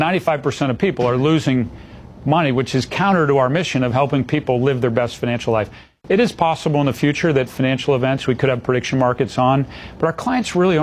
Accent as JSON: {"language": "English", "town": "Boston", "region": "Massachusetts", "country": "United States", "tie": "born or raised there", "said": "I grew up in the Boston, Massachusetts area."}